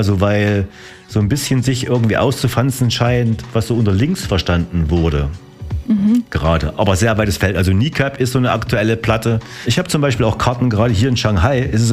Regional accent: Apolda, Thuringia, Germany; ich komme eigentlich aus Apolda.

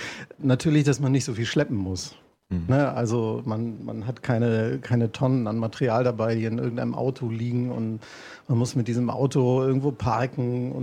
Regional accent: Haselünne, Lower Saxony, Germany; da wo ich aufgewachsen bin, in Haselünne, das ist im Norden Deutschlands, im Emsland, fast an der Nordsee

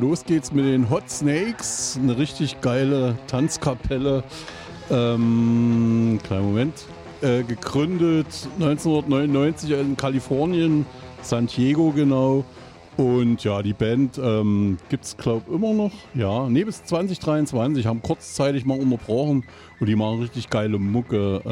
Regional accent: Eisenach, Thuringia, Germany; ich komme aus Eisenach

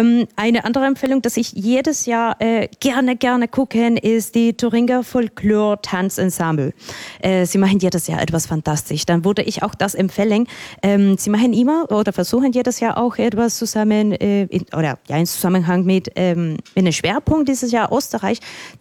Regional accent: Colombia; now in Germany; ich komme aus Kolumbien, nicht so weit weg von Nicaragua

